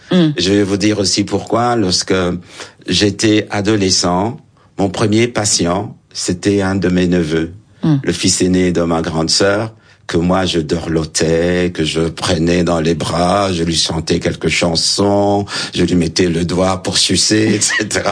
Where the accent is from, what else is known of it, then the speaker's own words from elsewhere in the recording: Lubumbashi, Katanga, DR Congo; born there; le Katanga, parce que je suis né à Elisabethville, hein, on appelait ça Elisabethville, où j'ai des souvenirs de l'enfance